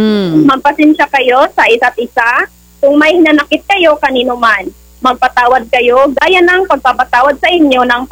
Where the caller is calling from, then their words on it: Las Nieves, Caraga, Philippines; dito sa amin sa Las Nieves po, ma'am.